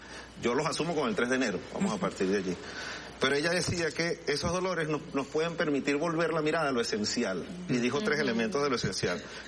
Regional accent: Venezuela

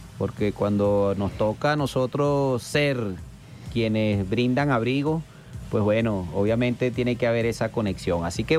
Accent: Venezuela; Los venezolanos somos alegría.

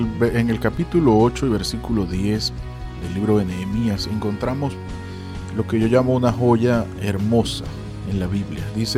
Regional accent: Venezuela

